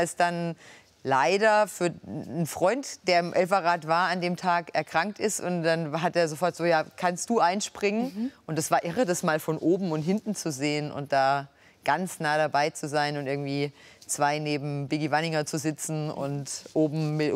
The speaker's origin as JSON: {"language": "German", "region": "Baden-Württemberg", "country": "Germany", "tie": "born there", "also_born_or_lived": "Dortmund", "moved": "as an adult", "said": "Ah, ich bin genau in Baden-Württemberg geboren. Ich bin zum Studium nach NRW gekommen"}